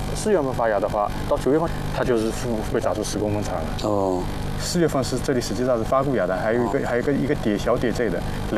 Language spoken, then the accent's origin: Chinese; Yueqing, Zhejiang, China; moved away as an adult; now in Jinshan, Shanghai, China; 我呢是出生于浙江乐清叶道山，在我们老家的山上就有铁皮石斛。2012年来到了咱们金山区亭林镇。